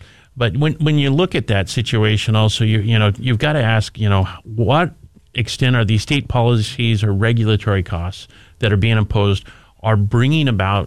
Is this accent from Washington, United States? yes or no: yes; Yakima, Washington, United States; And I grew up in Yakima, and I know all about apples and hops.